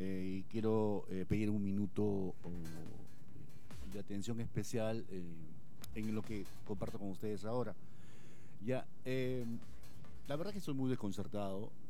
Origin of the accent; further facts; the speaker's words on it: Piura, Peru; Me siento triste como piurano